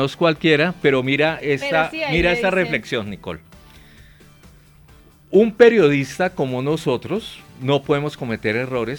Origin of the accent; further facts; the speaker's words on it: Colombia; lo que somos los colombianos